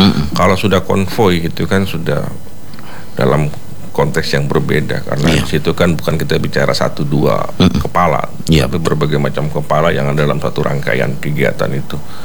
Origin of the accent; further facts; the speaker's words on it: Jayapura, Papua, Indonesia; ini loh kita, orang Jayapura, ini loh kita, kota Jayapura.